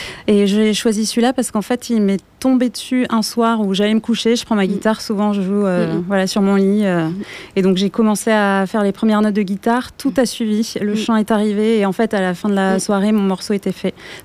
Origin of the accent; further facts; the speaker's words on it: Bordeaux, Nouvelle-Aquitaine, France; Enfin, moi, je suis bordelaise.